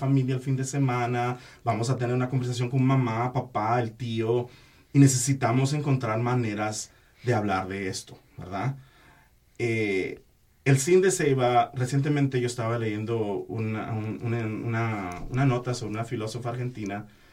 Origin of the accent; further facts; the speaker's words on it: Guatemala; Porque yo soy guatemalteco y mi familia tiene muchas opiniones sobre Bukele